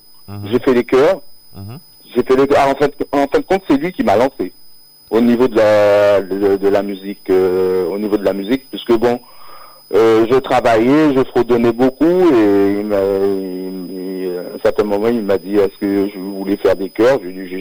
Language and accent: French; Paris, Île-de-France, France; born there; comme je suis d'origine originaire de la Martinique, je suis né sur Paris, de Val-de-Marne.